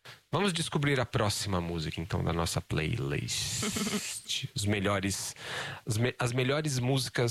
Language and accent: Portuguese; Brazil; sendo brasileiro